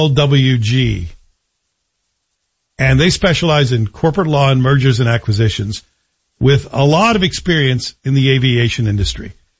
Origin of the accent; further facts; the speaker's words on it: Canada; as a passenger and as a Canadian, I'm in.